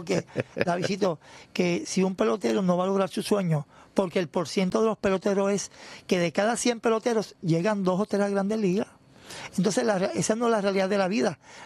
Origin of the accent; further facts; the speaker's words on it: Toa Baja, Puerto Rico; Y yo hablo de mi pueblo, Toa Baja.